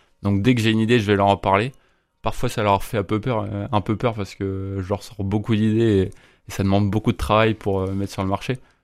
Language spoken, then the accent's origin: French; Brittany, France; moved away as an adult; now in Rennes, France; Entre les Côtes d'Armor et l'Ille-et-Vilaine. C'est-à-dire que j'ai grandi dans les Côtes d'Armor et maintenant j'ai fait mes études en Ille-et-Vilaine, enfin à Rennes.